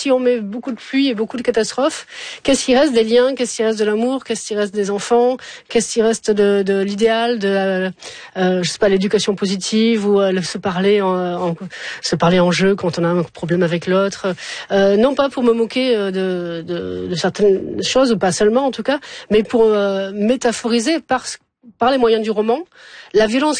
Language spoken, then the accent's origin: French; Montpellier, Occitanie, France; born there